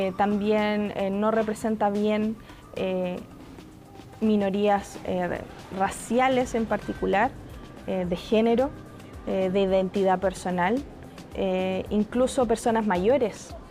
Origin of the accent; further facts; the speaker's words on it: Chile; En Chile, por ejemplo, decimos nanay, que tiene que ver con cierto hacer un cariño. Y eso viene de nuestros lenguajes indígenas